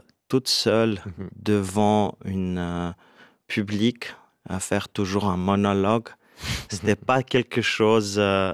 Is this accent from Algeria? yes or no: no; Romania; now in Switzerland; Je viens de Roumanie et ça fait déjà presque 15 ans que je suis en Suisse.